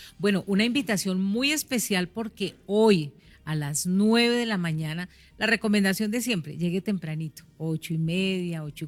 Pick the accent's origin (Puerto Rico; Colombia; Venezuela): Colombia; Entonces, eso también, por supuesto, porque somos colombianos.